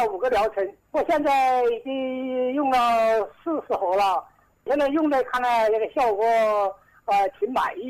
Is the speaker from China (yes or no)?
yes; Xiangyang, Hubei, China; 我是襄阳，湖北襄阳的。